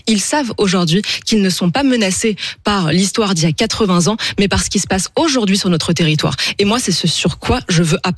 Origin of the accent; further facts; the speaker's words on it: Île-de-France, France; lorsque j'ai grandi en Seine-Saint-Denis et que j'étais dans une école juive